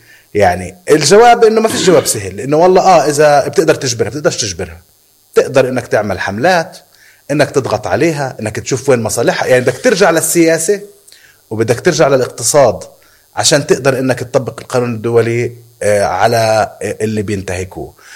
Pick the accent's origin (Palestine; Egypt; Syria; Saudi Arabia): Palestine